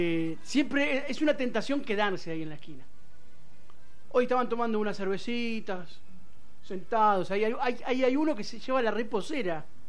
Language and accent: Spanish; Ringuelet, Buenos Aires Province, Argentina; Está bien de la provincia, pero nosotros somos de Ringuelé. Vos tenés que hablar de acá.